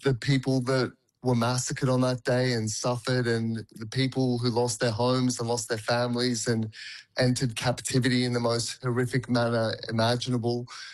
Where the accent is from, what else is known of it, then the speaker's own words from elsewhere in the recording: Australia; We're Australian Jews, and we advocate for our community